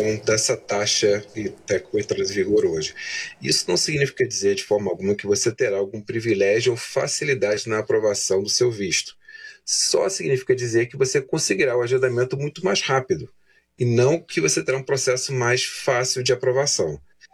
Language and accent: Portuguese; Brazil; nós somos brasileiros